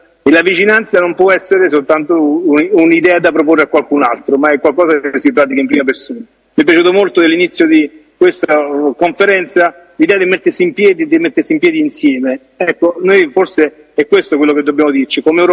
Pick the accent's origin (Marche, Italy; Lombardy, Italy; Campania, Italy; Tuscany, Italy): Campania, Italy; Benevento; Io vengo da Benevento, dalla Campania, e lì sappiamo perfettamente che le ultime elezioni regionali abbiamo visto votare meno del 45% degli elettori della regione Campania.